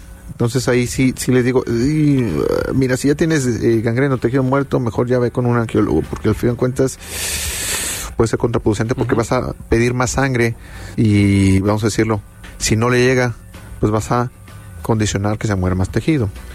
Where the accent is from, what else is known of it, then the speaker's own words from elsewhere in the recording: Mexico City, Mexico; Y bueno, yo soy de la Ciudad de México, allá el tráfico está un poquito más pesado.